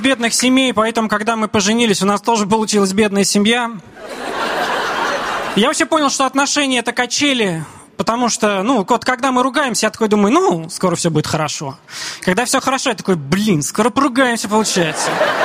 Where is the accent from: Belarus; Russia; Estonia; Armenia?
Armenia; Да, я женат, и армяне в браке носят кольца на левой руке, еще мы крестимся слева направо. Мы такие реверсивные православные, знаете.